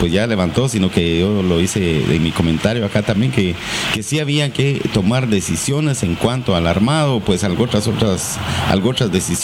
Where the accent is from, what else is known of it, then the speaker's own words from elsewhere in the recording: Barberena, Santa Rosa, Guatemala; Yo soy de Barberena, Santa Rosa. Estoy un poco antes de Nueva Santa Rosa y de Nueva Santa Rosa y un poco más lejano de Chiquimunía.